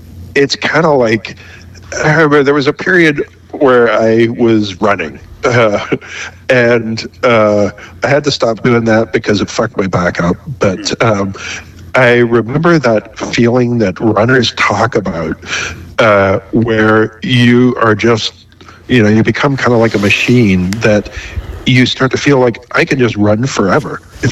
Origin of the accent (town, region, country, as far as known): Toronto, Ontario, Canada